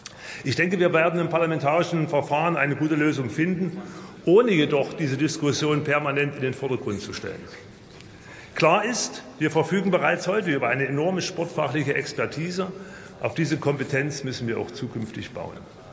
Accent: Leipzig, Saxony, Germany; als stolzer Leipziger

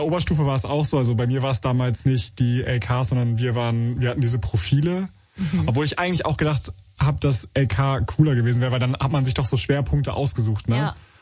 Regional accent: Schleswig-Holstein, Germany; weil ich bin ja in Schleswig-Holstein zur Schule gegangen

